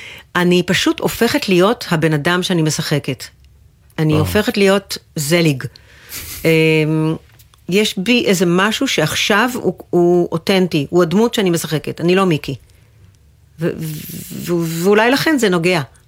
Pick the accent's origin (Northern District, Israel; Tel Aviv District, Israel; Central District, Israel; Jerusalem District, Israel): Northern District, Israel; Menara; born there; על אף שביליתי 3 שנים מחיי במנרה, נולדתי שם, דפקו לי את הראש בלינה משותפת וזהו.